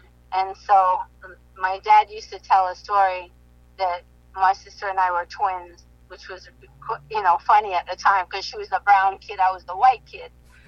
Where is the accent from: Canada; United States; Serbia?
Canada; also born or lived in India; I was born in India. I'm a Canadian, birth abroad.